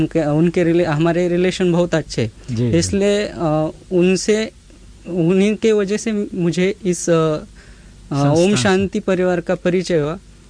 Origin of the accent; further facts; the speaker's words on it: Nevasa, Maharashtra, India; मैं नेवासा तहसील से बिलोंग करता हूँ, अहमदनगर डिस्ट्रिक्ट से।